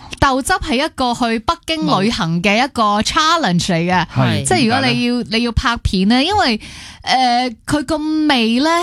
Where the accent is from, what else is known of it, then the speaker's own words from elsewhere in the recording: Hong Kong; 我哋香港人就可能中意食嗰啲冇渣啊，滑捋捋啊。